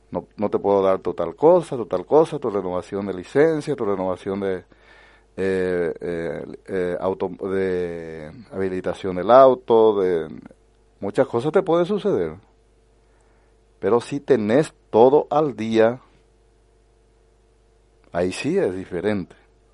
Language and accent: Spanish; Luque, Central, Paraguay; Porque yo recuerdo cuando llegué recién en este lugar, vine de la ciudad de Luque y en el 2013, si mal no recuerdo, tenía que ir a votar en Luque todavía.